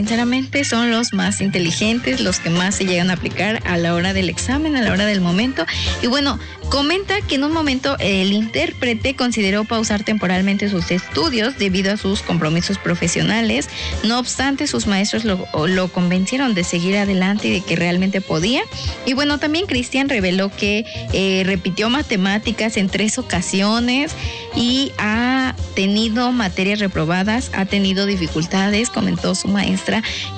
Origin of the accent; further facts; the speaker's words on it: Mexico; siendo mexicanos